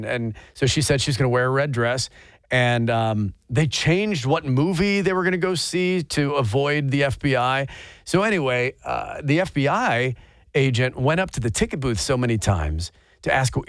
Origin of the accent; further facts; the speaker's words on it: Chicago, Illinois, United States; moved away; I'm from Chicago